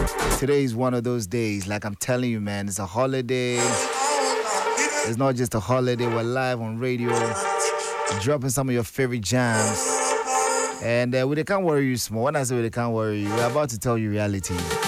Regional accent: Volta, Ghana; When the new type of oils came to Ghana, because I come from the Volta region, you can do Yevunomi.

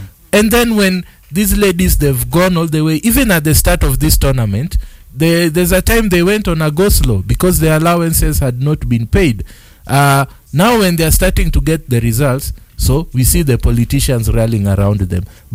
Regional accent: Kenya

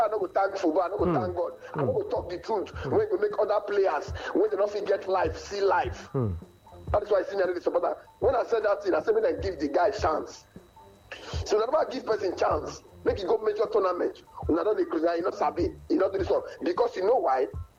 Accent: Nigeria; I don't be from Mali, I don't be from France, I'll be Nigerian man.

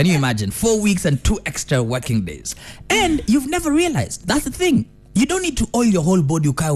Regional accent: Mombasa, Mombasa County, Kenya; moved away; I grew up in Mombasa

